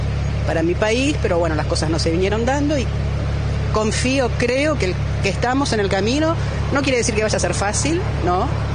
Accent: Buenos Aires, Argentina; Soy médica, acá de Caballito.

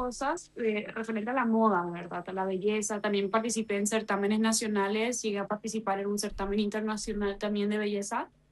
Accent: Mariano Roque Alonso, Central, Paraguay; born there; also born or lived in Hamburg, Germany; Yo nací acá en Paraguay, en Mariano Roque Alonso nací yo, pero cuando tuve 3 años me fui un rato a Alemania, ¿verdad? Vivimos ahí un tiempito, pero...

